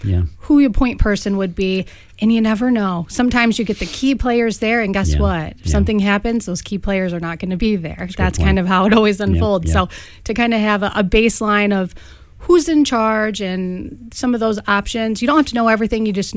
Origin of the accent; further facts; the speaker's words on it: United States; I grew up in Springfield Township